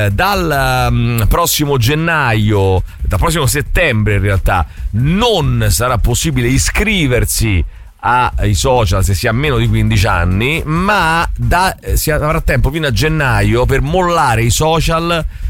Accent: Apulia, Italy; anche io sono un pugliese cafone come Giuliano Leone

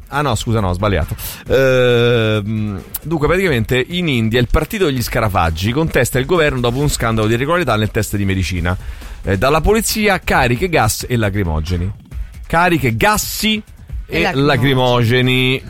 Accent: Latina, Lazio, Italy; born there; io so fascio perché sono nato a Latina.

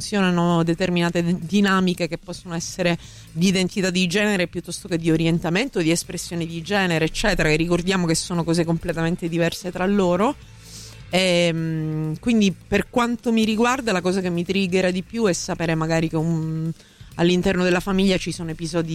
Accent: Messina, Sicily, Italy; accent: Messinese; now in Rome, Italy; se io sono arrivata a Roma nel 2014, sono siciliana, messinese, come si può sentire dall'accento, perché ha l'orecchio allenato a sentire il messinese.

